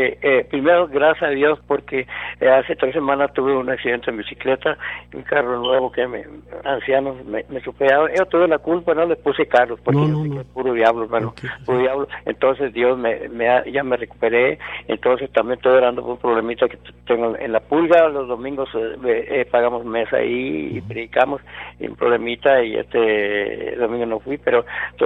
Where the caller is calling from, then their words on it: Brownsville, Texas, United States; de Brownsville, Texas